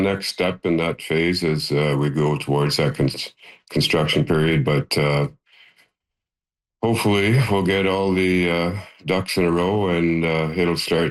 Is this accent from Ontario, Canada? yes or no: yes; Thessalon, Ontario, Canada; my hometown of Thessalon